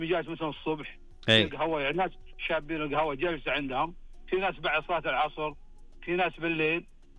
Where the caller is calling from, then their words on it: Riyadh, Riyadh Province, Saudi Arabia; أنا من الرياض أكلمك